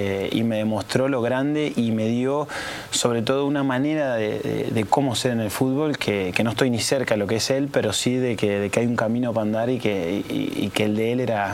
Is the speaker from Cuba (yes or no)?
no; Montevideo, Uruguay; moved away as an adult; also born or lived in Sweden; Pueblo Nuevo, ahí, Mercado Modelo, atrás de la placita de Platense.